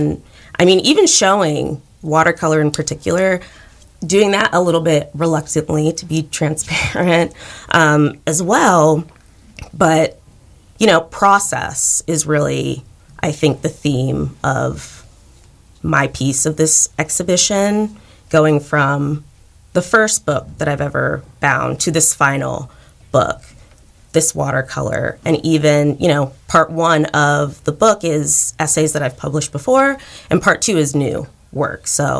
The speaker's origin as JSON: {"language": "English", "country": "United States", "said": "I'm Nigerian American, so that is what I'm using in my book binding."}